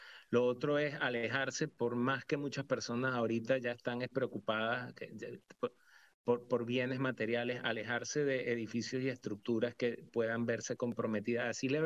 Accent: Caracas, Capital District, Venezuela; moved away; yo como hijo de gallego, soy de ahí, de La Candelaria

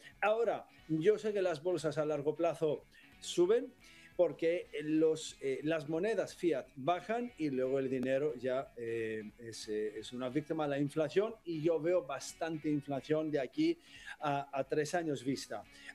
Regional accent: Greece; Spanish is a second language; yo soy griego, ya sé muy bien de deuda

